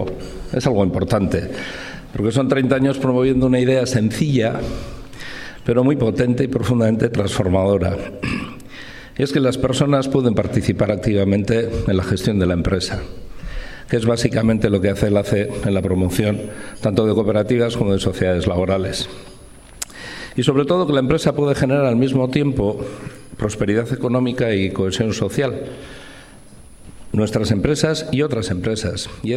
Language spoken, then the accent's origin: Spanish; Bilbao, Basque Country, Spain; soy bilbaíno